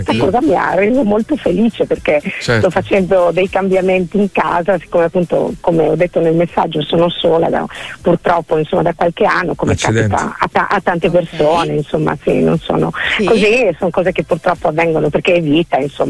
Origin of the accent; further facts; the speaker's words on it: San Vito al Tagliamento, Friuli-Venezia Giulia, Italy; San Vito al Tagliamento.